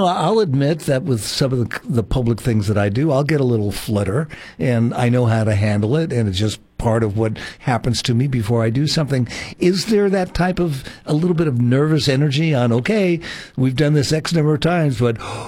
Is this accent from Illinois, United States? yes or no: no; Atascadero, California, United States; we're from Atascadero.